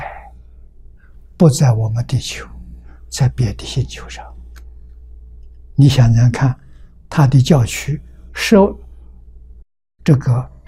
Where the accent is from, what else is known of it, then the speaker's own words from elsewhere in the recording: China; 我们中国人算虚岁